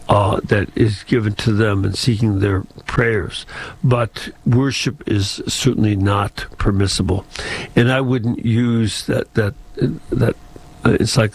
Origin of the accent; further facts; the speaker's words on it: United States; especially as an American